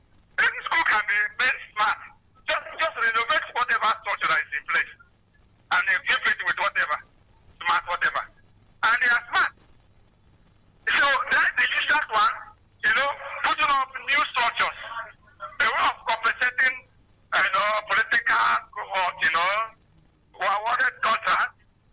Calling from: Enugu, Enugu State, Nigeria; I'm calling from Enugu.

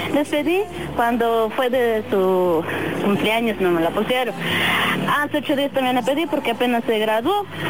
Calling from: Atlixco, Puebla, Mexico; De Atlixco, Puebla.

